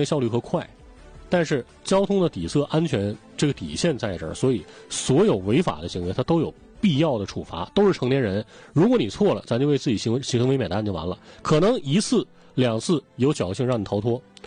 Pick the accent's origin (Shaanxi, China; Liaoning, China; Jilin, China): Liaoning, China; Anshan; moved away; 我的老家是鞍山